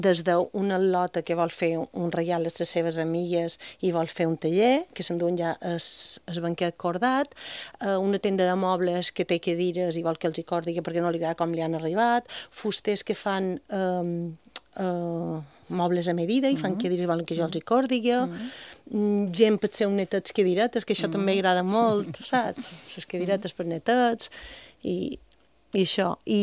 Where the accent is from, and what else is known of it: Bunyola, Balearic Islands, Spain